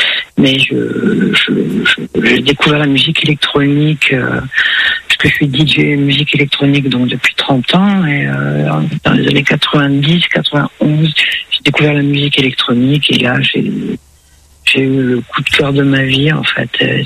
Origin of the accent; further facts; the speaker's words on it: northern France, France; now in Nébian, France; Et c'était ce côté artistique de la petite famille du nord de la France, parce que je viens du nord de la France.